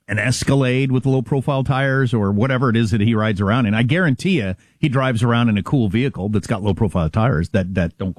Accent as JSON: {"language": "English", "country": "United States", "said": "As an American"}